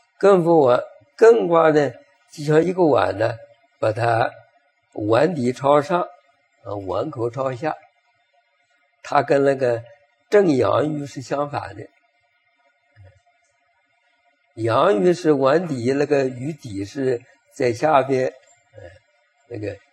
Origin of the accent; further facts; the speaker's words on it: China; 我们中国人那个取姓名很多从卦里面来讲的